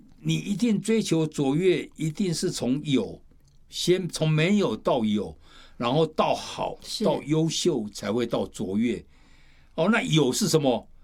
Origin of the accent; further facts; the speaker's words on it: China; 我们中国人也讲了一段话